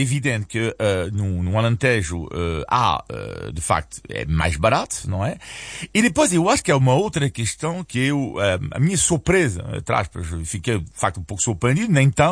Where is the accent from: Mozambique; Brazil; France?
France; Brittany; Portuguese is a second language; now in Portugal; O caso da Bretanha, por exemplo, onde eu, exato, cresci, em França, uhum, no oeste de França